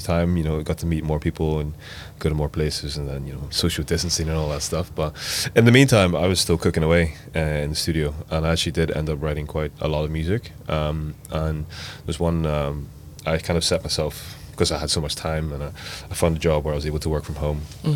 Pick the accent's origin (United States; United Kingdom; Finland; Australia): United Kingdom; Belfast, Northern Ireland; moved away; it's kind of the change that I was looking for from Belfast. Like, I still have a piece of my heart there for sure.